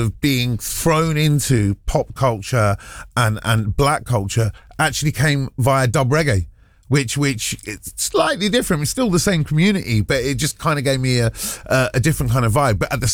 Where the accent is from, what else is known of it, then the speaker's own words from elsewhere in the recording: London, United Kingdom; growing up in West London, Hounslow, and having lots of interactions with Southall